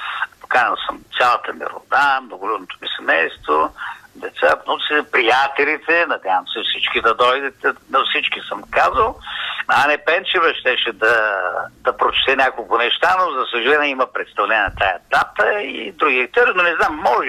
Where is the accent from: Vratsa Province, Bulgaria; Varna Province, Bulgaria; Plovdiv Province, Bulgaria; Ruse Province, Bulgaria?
Varna Province, Bulgaria; Varna; also born or lived in Dalgopol / Sofia; аз съм роден в Дългопол до Варна, но пък съм израсъл и съм живял тук преди, но даже сега съм там в момента, зимата съм повече в София. Значи аз се движа между София, Варна и Дългопол